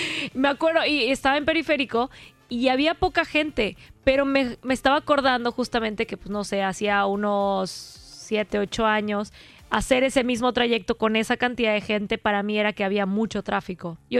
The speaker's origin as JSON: {"language": "Spanish", "town": "Mérida", "region": "Yucatán", "country": "Mexico", "tie": "born there", "said": "nosotros como yucatecos, o sea, de toda la vida"}